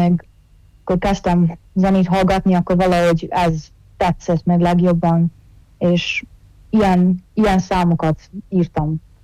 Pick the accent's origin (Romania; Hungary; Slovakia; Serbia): Serbia; Bečej, Vojvodina; Mi hárman mindannyian óbecseiek vagyunk